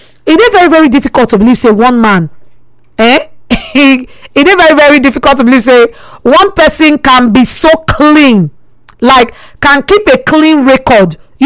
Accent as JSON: {"language": "English", "country": "Nigeria"}